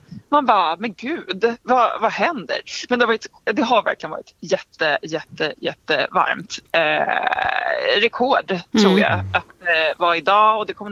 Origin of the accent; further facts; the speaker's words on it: Sweden; Alltså som svensk, vi hade ju liksom kunnat prata om det här i året ut, tror jag.